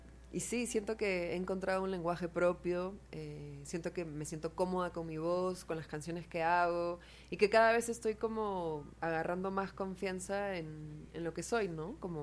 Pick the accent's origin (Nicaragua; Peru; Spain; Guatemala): Peru; now in Mexico; yo me siento muy peruana, soy muy peruana, pero sobre todo me siento muy latina.